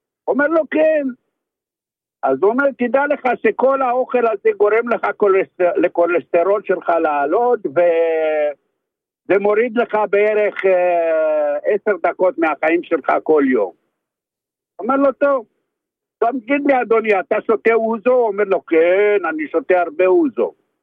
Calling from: Kfar Saba, Central District, Israel; אני מכפר סבא.

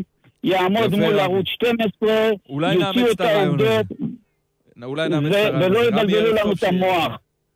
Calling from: Tel Aviv-Yafo, Tel Aviv District, Israel; אני מיפו.

